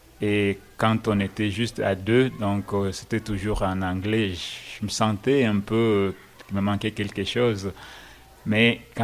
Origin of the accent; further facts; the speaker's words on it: DR Congo; also born or lived in Ottawa; now in Campbell River, Canada; Je suis parti du Congo, de la République démocratique du Congo, et je suis arrivé à Ottawa. Ottawa, j'ai fait mes études universitaires à Ottawa, à l'Université d'Ottawa.